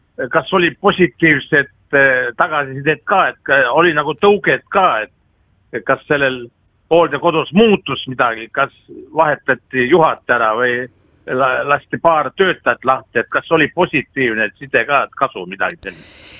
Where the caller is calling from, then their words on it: Tallinn, Harju County, Estonia; Tallinnas, Pelgu linnas, tervitan.